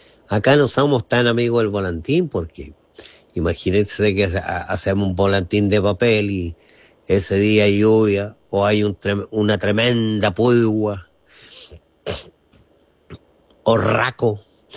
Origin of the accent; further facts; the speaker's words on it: Los Ríos, Chile; digámosle como le decíamos en Ranco.